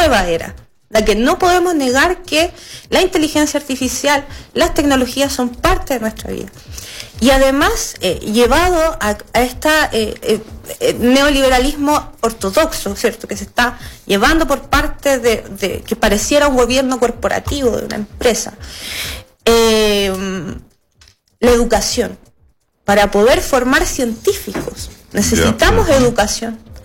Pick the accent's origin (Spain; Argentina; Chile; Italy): Chile; nosotros como chilenos somos respetuosos de nuestras instituciones.